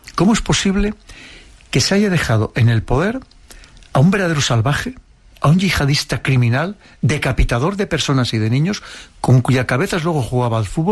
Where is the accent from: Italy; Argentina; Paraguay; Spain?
Spain; como españoles, como europeos